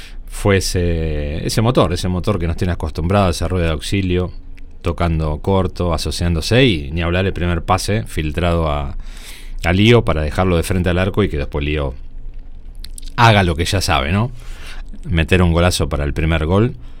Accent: Argentina; uno como argentino no deja de asombrarse.

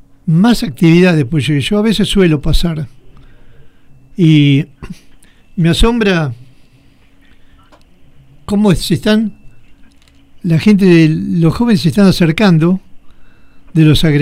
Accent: General Rodríguez, Buenos Aires Province, Argentina; soy de acá de Rodríguez, hace 60 años que voy acá

